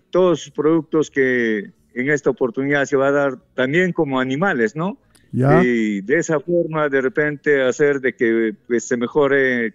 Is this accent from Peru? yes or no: yes; Quilcas, Junín, Peru; Yo no soy directamente de Comas, yo soy de la provincia de Huancayo, del distrito de Quilcas